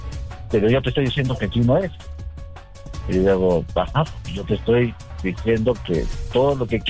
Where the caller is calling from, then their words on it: Cuajimalpa, Mexico City, Mexico; de Coajimalpa.